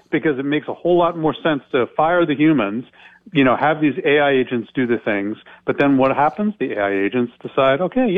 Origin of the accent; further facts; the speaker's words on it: California, United States; I come from Northern California.